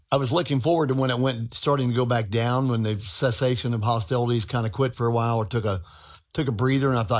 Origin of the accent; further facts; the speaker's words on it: United States; No, it's not going to influence my vote at all. I'm an American first before I'm anything else.